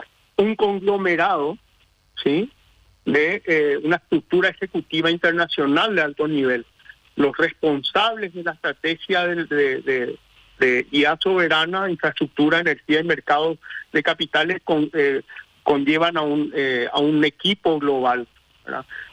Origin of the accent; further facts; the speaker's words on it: Paraguay; lo vuelvo a decir como paraguayo